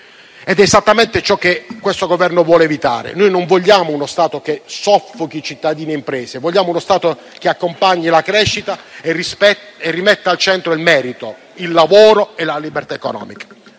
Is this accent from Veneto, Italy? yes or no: no; Bari, Apulia, Italy; Io sono di Bari, una città del sud